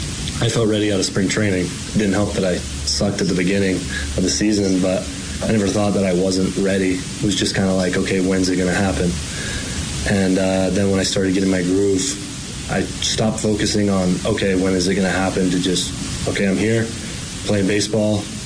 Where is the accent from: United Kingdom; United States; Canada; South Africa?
United States; Oxford, Mississippi; also born or lived in Senatobia, Mississippi; I'm from Oxford. I went to high school in Senatobia, Mississippi. I'm from Oxford, Mississippi.